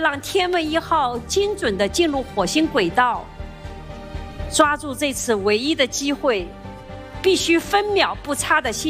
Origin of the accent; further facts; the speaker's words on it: China; 我们中国人